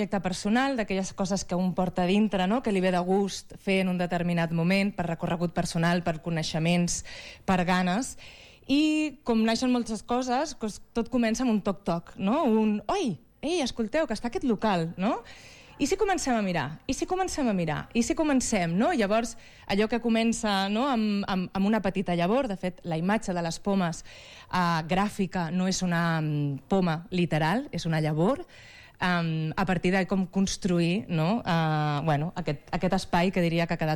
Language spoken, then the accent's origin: Catalan; Valencia, Valencian Community, Spain; moved away as an adult; now in Badalona, Spain; Doncs jo soc originalment de València, de la ciutat de València, però porto ja vivint 5 anys a Badalona.